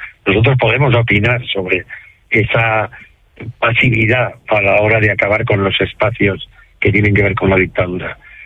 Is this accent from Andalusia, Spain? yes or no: no; Pamplona, Navarre, Spain; also born or lived in Pereje, León; cuando yo nací en Navarra, iba los veranos a Pereje